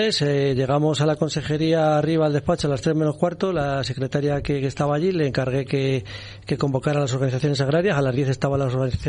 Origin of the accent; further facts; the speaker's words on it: Arévalo, Castile and León, Spain; also born or lived in Ávila; nosotros arévales. Somos de la Moraña, somos de Arévalo, bueno, pues tenemos más relación quizá con las provincias, con el sur de Valladolid, con Segovia, con Salamanca